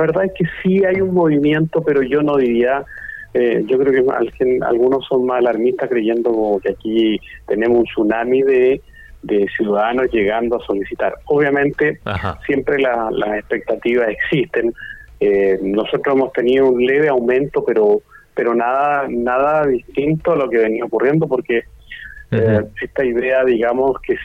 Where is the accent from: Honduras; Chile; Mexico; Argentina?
Chile; me voy 3 meses porque soy chileno, nadie me va a cuestionar.